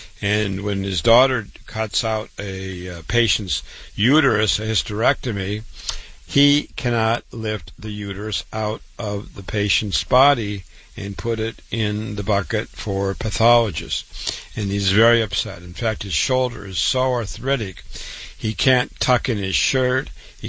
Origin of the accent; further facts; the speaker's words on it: Waterloo, Iowa, United States; Born and raised in Waterloo, Iowa.